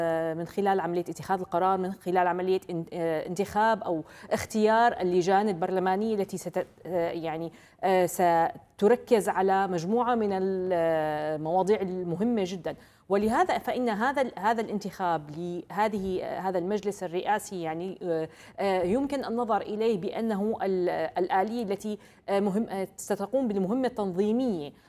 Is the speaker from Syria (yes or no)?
yes; Syria; نحن نريد أن كسوريين